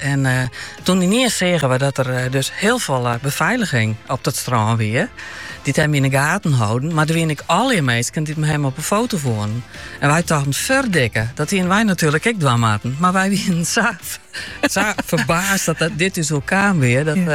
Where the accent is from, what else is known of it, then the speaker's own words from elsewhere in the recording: Netherlands; we komen uit Nederland.